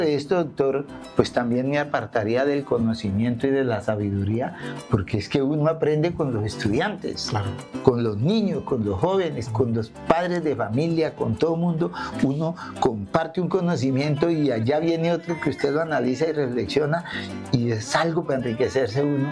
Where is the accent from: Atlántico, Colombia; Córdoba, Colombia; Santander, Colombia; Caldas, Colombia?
Santander, Colombia; now in Arauca, Colombia; Igual mi sociedad santanderina, mi pueblo de Arauca, me necesita.